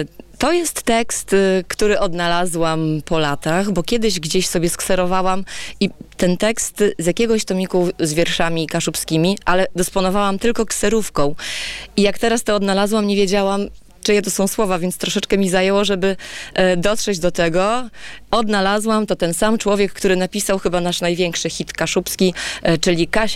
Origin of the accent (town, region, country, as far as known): Pomeranian Voivodeship, Poland